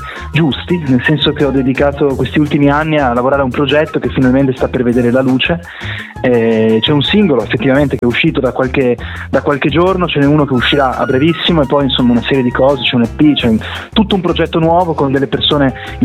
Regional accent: Venice, Veneto, Italy; io sono di Venezia Mestre

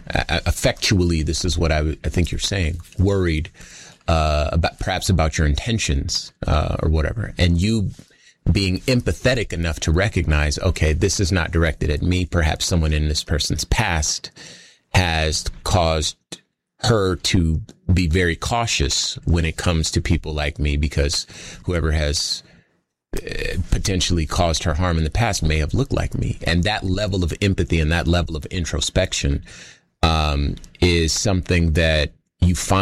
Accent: Compton, California, United States

